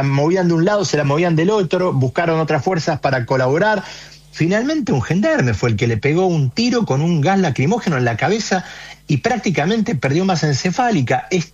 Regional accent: Argentina; tenemos que empezar a preguntarnos qué es lo que queremos como argentinos y qué es lo que queremos como ciudadanos realmente para las próximas elecciones.

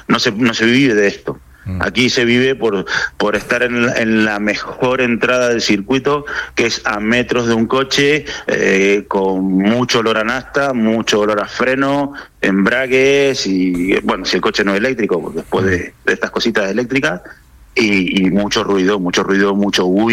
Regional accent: Guaymallén, Mendoza, Argentina; moved away; En Guaymallén, siempre he vivido en Guaymallén, he ido alternando el barrio UNIMEP, San José, pero siempre

